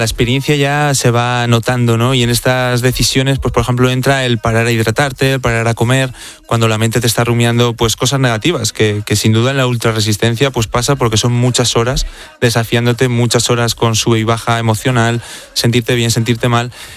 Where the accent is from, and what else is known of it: Teruel, Aragon, Spain